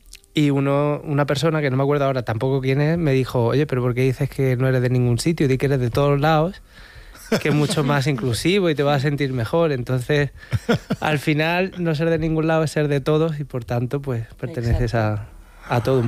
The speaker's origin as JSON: {"language": "Spanish", "town": "Tangier", "region": "Tanger-Tetouan-Al Hoceima", "country": "Morocco", "tie": "born or raised there", "also_born_or_lived": "New York / Madrid", "moved": "yes", "said": "porque he nacido en Águila, me he criado en Tánger, de Tánger me fui a Nueva York, a Madrid, y nunca he sabido muy bien de dónde era"}